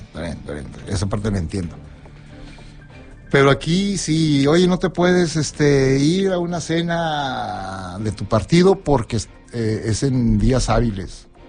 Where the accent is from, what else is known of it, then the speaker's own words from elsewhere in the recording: Mexico; así somos los mexicanos. Prácticos somos los mexicanos.